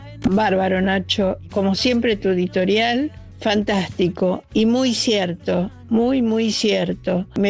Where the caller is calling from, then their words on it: Argentina; lo que somos los argentinos y los valores que tenemos los argentinos.